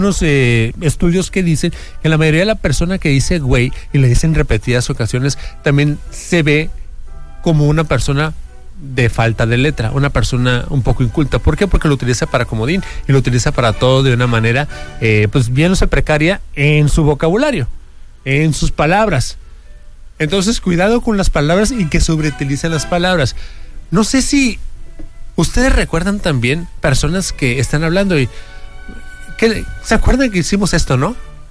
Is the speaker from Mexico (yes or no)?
yes; Mexico